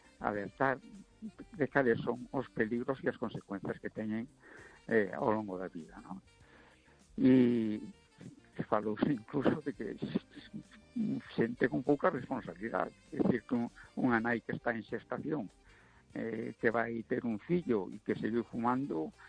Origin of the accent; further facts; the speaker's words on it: A Coruña, Galicia, Spain; Vamos a ver … de Coruña.